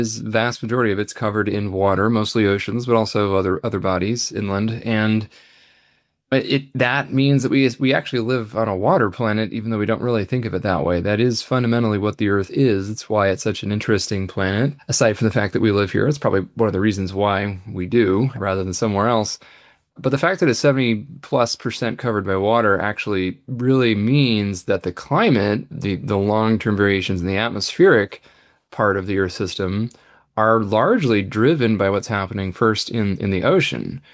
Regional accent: San Francisco, California, United States; I grew up in Northern California, first in San Francisco, and then up a little bit north on the other side of the Golden Gate Bridge. I grew up in and around the ocean and ocean-connected bodies of water sailing on San Francisco Bay

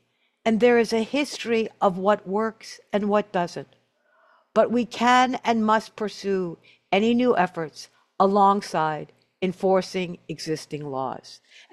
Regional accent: Bay Ridge, New York, United States; born there; I was born in Bay Ridge. And and where I was born in Bay Ridge, and I'm an old lady.

